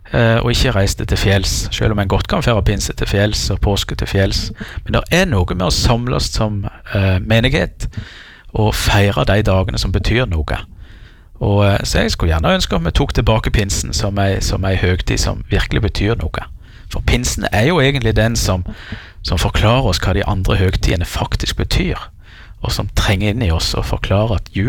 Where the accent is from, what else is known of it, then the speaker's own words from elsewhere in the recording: Rogaland, Norway; Og det kan vi jo forstå litt av her på, både på Sunnmøre og på Jæren der jeg er ifra.